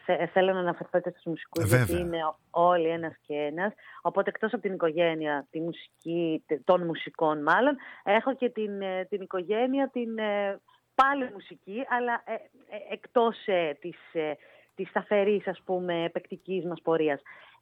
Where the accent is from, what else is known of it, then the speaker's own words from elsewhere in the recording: Thessaloniki, Central Macedonia, Greece; Είμαστε μαζί από τη Θεσσαλονίκη, έτσι ξεκινήσαμε παρέα την πορεία μας.